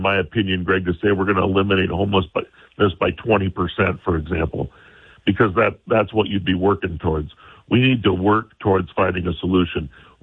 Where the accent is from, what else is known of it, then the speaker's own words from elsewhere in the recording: Sioux Falls, South Dakota, United States; The main differences between Christine and I is I'm from Sioux Falls and I'm for Sioux Falls.